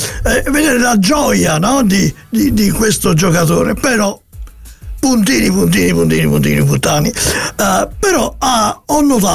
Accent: Naples, Campania, Italy; Ma io sono napoletano, posso via parlare a Fiorentina?

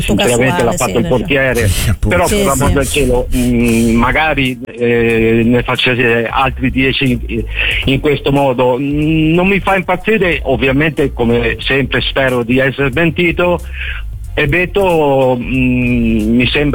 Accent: Veneto, Italy; born there; now in Florence, Italy; Cioè, mi piace ricordare che sono nato in provincia di Venezia, ma ormai io sono qui da 35 anni, io sono ormai fiorentino adottato.

